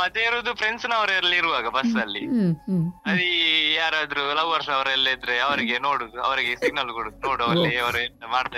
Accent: Bantwal, Karnataka, India; Bantwal ma'am.

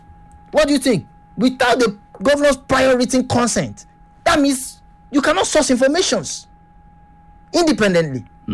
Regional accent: Kwara, Nigeria; I'm from Kwara State

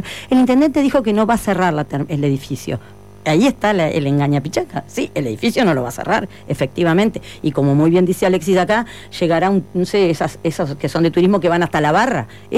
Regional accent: Uruguay; Yo soy uruguaya, sé cómo funcionan las cosas acá.

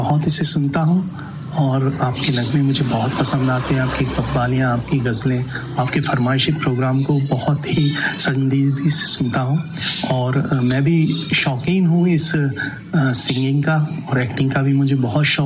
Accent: Ganj Basoda, Madhya Pradesh, India; और मैं गंज वाजबा डिस्ट्रिक्ट विदिशा का रहने वाला हूँ

